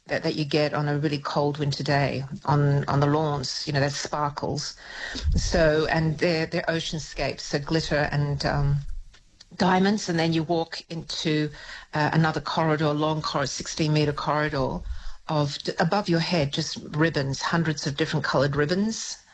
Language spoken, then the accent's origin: English; Canberra, Australian Capital Territory, Australia; now in Sydney, Australia; this place is Canberra when I was growing up in Canberra.